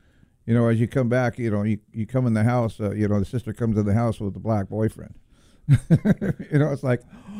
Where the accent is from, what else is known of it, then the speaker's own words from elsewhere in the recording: Compton, California, United States; I grew up in Compton, where it was back in the 60s and 70s.